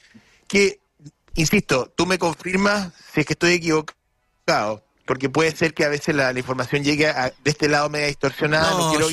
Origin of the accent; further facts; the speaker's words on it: Chile; Yo soy orgullosamente chileno, orgullosamente chileno. Mi país tiene una geografía maravillosa, tiene una historia maravillosa, tiene gastronomía espectacular, tiene artesanía espectacular.